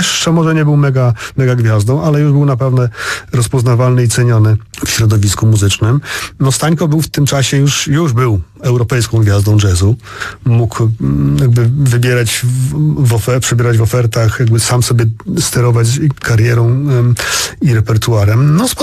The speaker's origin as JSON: {"language": "Polish", "town": "Warsaw", "region": "Masovian Voivodeship", "country": "Poland", "said": "No ja tutaj jako warszawiak zazdroszczę Opolu"}